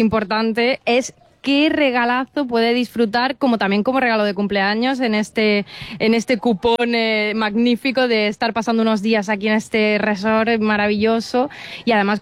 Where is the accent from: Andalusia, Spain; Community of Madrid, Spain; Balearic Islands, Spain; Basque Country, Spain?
Andalusia, Spain; Almería; ¿Qué vamos a decir nosotros siendo almeriense?